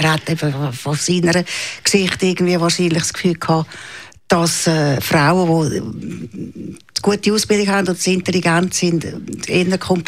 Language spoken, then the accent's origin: German; Zurich, Switzerland; also born or lived in Uitikon / Baden; Ich bin am Zürichberg aufgewachsen. Zuerst in Uitikon, in Waldeck, dann in Baden.